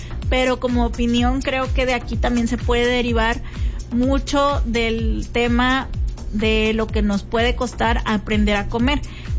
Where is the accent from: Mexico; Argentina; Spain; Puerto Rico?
Mexico; para los mexicanos